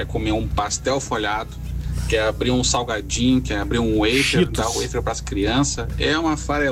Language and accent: Portuguese; Gravataí, Rio Grande do Sul, Brazil; now in Porto Alegre, Brazil; Sou de Gravataí, tô aqui em Porto Alegre agora.